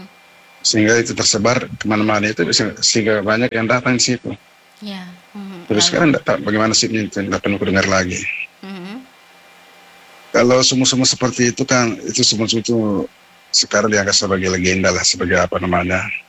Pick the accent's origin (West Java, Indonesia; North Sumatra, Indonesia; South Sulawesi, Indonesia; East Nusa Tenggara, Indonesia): South Sulawesi, Indonesia; born there